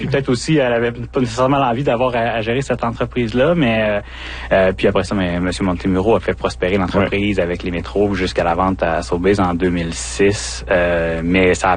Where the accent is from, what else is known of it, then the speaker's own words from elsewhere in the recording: Rouyn-Noranda, Quebec, Canada; en Abitibi-Témiscamingue, où je suis originaire de Rouyn-Noranda. J'ai pas mal toujours habité ici.